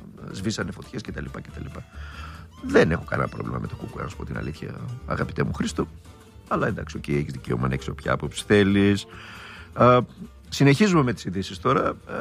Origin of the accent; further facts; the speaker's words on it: Greece; εμείς ως Έλληνες πολίτες